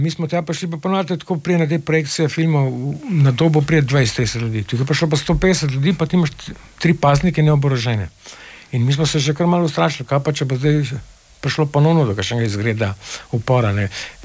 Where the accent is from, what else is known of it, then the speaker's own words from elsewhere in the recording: Ljubljana, Slovenia; jaz sem Ljubljančan, pa moj dedek je bil Ljubljančan, pa tudi pradedek je bil Ljubljančan.